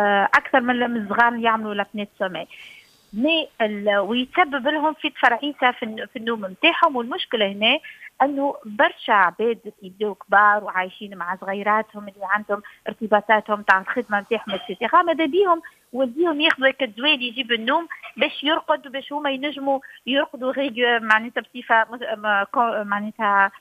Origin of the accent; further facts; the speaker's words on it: Tunisia; وإحنا عندنا في تونس دونك أطباء مكونين في اضطرابات النوم